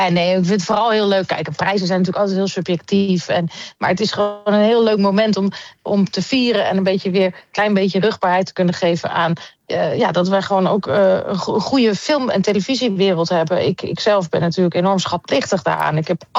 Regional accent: Netherlands; moved away; ook al werk ik op dit moment niet meer in Nederland, heel erg bezig met mijn eigen land en mijn thuisland.

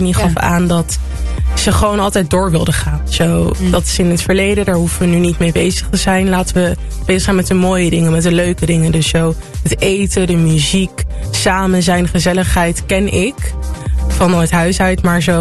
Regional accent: Netherlands; born there; Ik ben hier geboren, in Nederland, geboren in Togagenees.

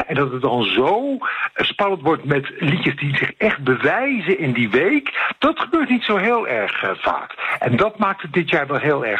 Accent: Netherlands; En wie nou mocht hopen dat ik als Nederlander of dat iemand uit Ierland of iemand uit Spanje een positief of negatief wordt bejegend

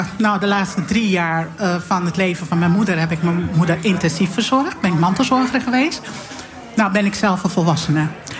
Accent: Paramaribo, Suriname; now in Hellevoetsluis, Netherlands; Ik kom dus uit Paramaribo. En iedereen is daar tante.

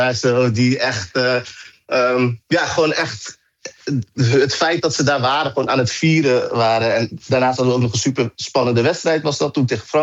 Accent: Netherlands; Ik ben zelf, ik heb zelf een Ghanese achtergrond. Ik ben in Nederland opgegroeid, maar mijn roots liggen in Ghana.

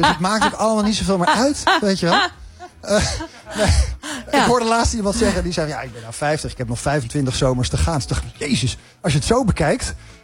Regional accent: Haarlem, North Holland, Netherlands; Nou, Haarlem is toevallig mijn thuisstad.

